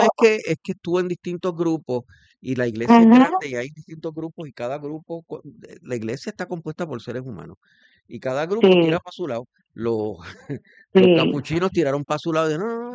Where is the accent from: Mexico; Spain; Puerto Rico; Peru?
Puerto Rico; Ponce; Lo que sí es que yo, que soy de Ponce y que no he sido un católico fervoroso, pero los 14 años que yo llevo de católico, no hay una parroquia en Ponce en donde él no haya dejado una huella musical.